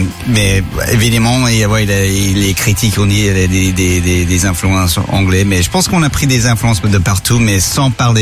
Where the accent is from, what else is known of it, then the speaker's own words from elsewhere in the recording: United Kingdom; first language English; French is a second language; Évidemment, anglais c'était ma première langue, mais quand je suis parti, je pouvais pas parler anglais.